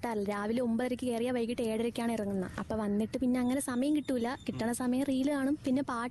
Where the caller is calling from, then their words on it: Nedumangad, Kerala, India; എന്റെ വീട് നെടുമങ്ങാട്.